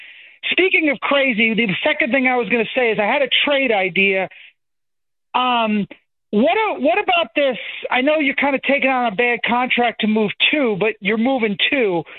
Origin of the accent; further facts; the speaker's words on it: New Rochelle, New York, United States; Yeah, I'm from New Rochelle, class of 2000.